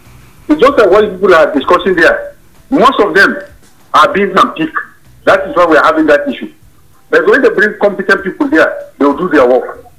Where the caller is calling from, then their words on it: Bukuru, Plateau, Nigeria; I'm calling from Bukuru Express.